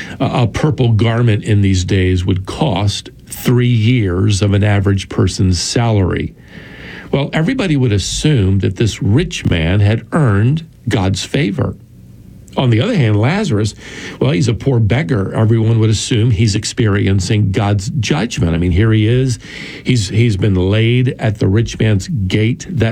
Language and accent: English; North Carolina, United States; I think of Vance Havner, a famous evangelist from the last century, right here from my home state of North Carolina.